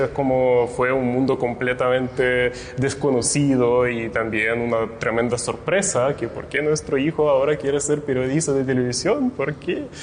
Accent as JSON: {"language": "Spanish", "town": "Rybinsk", "region": "Yaroslavl Oblast", "country": "Russia", "tie": "born or raised there", "said": "mi amor por lo urbano nació en mi ciudad natal, en Rybinsk, porque igual tiene un casco histórico que es como una pequeña perla, una joya."}